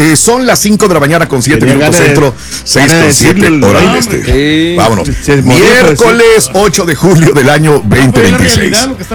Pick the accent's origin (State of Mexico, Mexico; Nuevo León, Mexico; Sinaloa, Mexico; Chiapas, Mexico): Nuevo León, Mexico; Yo como la regia, ya se me acabó el mundial desde que se fue Colombia y Argentina.